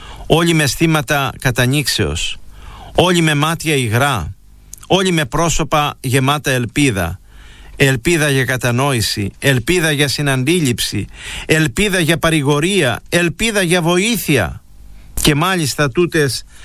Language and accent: Greek; Crete, Greece; Στην Κρήτη, στην πατρίδα μου, εκεί στην ανατολική εσχατιά του νησιού